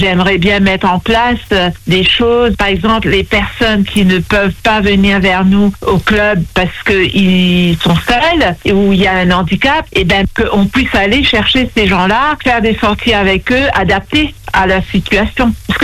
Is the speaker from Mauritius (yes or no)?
yes; Mauritius; also born or lived in Lebanon / Cyprus; now in Neuvillette-en-Charny, France; Moi, je viens de l'île Maurice. J'ai quitté le pays en 84 en direction du Liban, dont j'ai resté 10 ans, et j'ai connu la guerre aussi, la guerre en 85. Et puis, suite à ça, je suis partie à Chypre.